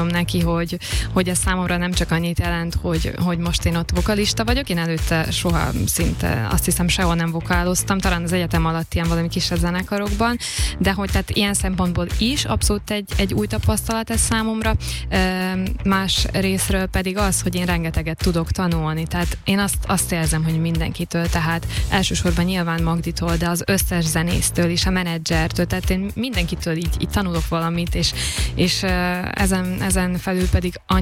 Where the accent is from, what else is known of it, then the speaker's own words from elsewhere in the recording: Serbia; now in Switzerland; ugye akkor már Svájcban éltünk, és akkor nézegettem Svájcban is, hát Szerbiában is, hogy onnan származom